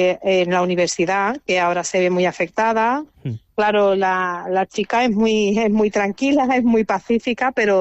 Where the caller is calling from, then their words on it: Ceuta, Spain; mi tierra ha sido siempre una tierra pues de mucho movimiento